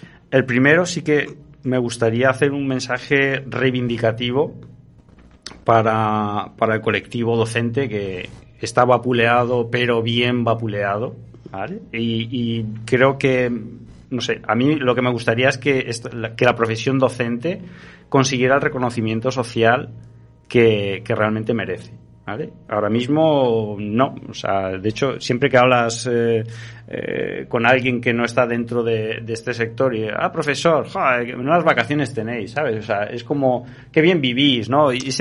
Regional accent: Basque Country, Spain; yo soy vasco.

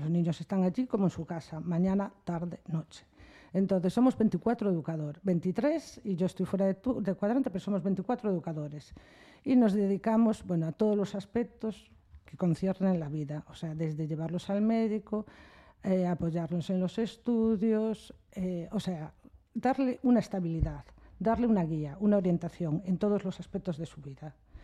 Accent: Canido, Galicia, Spain; Hola, buenas … Soy de Canido, como dice Rafa

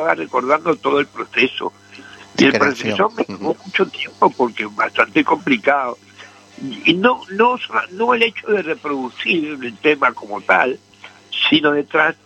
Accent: Madrid, Community of Madrid, Spain; born there; yo cuando llegué aquí de vuelta, nací en Madrid, cuando yo llegué de vuelta aquí en el año 68

